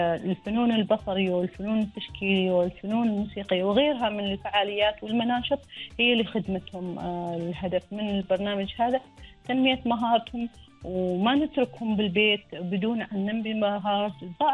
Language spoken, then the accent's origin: Arabic; Oman; لنا في عمان، اللي نحولها من قصة إلى منحوتة كاملة تلمسنا نحن كعمانيين،